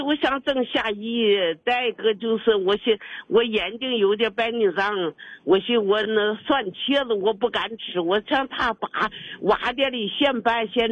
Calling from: Dalian, Liaoning, China; 我是大连晋州的

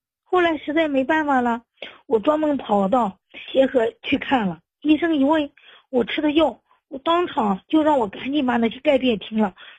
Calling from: Henan, China; 是这样的，老师，我是河南的，今年65了。

